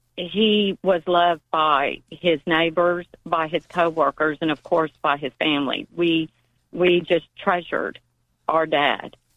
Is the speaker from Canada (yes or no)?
no; Sealy, Texas, United States; I'm actually from Seeley, mm-hmm. Texas, which is about 20 miles east of Columbus.